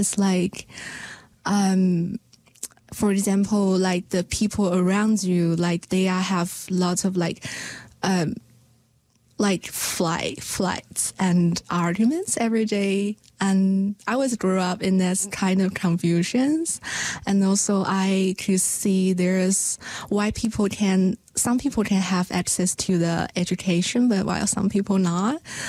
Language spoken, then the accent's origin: English; Sichuan, China; born there; English is a second language; moved away; I was born in the Sichuan province, which in the southwest of China, and my parents are working the mechanical factory, and then they raised me, and so then I studied in different provinces in China, and then I grew up.